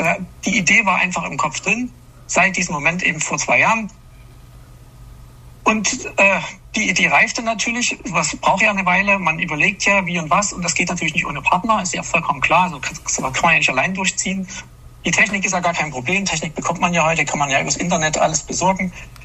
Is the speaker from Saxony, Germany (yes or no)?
yes; Chemnitz, Saxony, Germany; born there; ich komme ja selber aus der DDR.